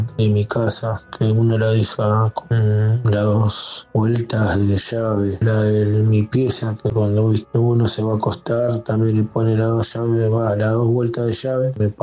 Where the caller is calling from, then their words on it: Quilmes, Buenos Aires Province, Argentina; de Quilmes.